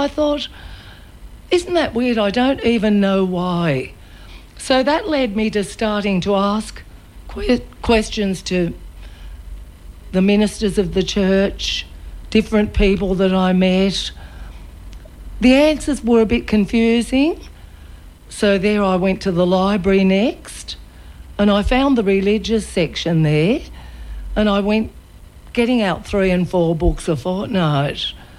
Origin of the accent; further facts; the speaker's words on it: Goulburn, New South Wales, Australia; I grew up in Goulburn in a family of five kids. Not a terribly religious family, but attended Sunday school a lot, went to church a lot.